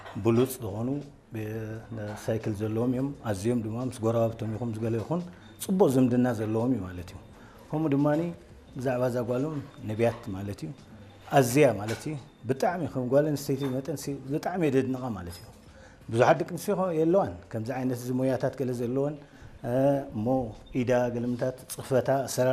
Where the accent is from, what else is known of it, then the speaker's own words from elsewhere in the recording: Maekel, Eritrea; ኣብ ኣኽርያ ተወሊደ ዓብየ